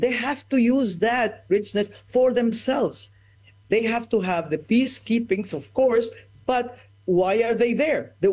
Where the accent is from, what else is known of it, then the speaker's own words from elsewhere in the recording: Ecuador; I was raised in Ecuador that Peru is my enemy.